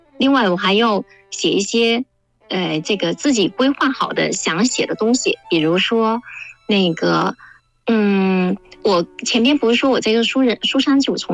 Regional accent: Guangdong, China; moved away as an adult; 就是因为我本身我是潮汕人啊，我18岁离开了家乡，然后呢，慢慢的就有了一种远距离的一种回望，就回望我的家乡。

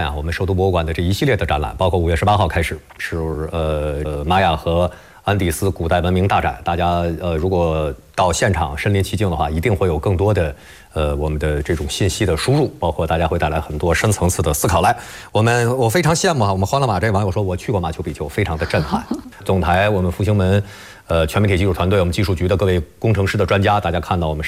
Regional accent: China

